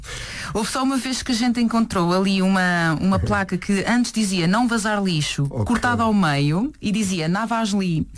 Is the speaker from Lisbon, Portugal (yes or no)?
yes; Vilar, Lisbon, Portugal; Sou da aldeia do Vilar, no concelho do Cadaval.